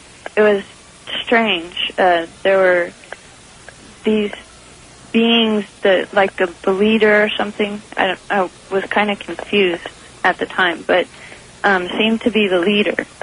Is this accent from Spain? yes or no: no; California, United States; I'm from Pierce, California.